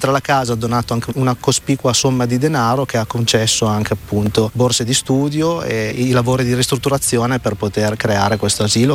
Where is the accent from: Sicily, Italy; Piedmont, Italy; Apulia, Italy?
Piedmont, Italy; Solero; born there; Solero per me è il mio paese di nascita, il paese dove ho deciso comunque di vivere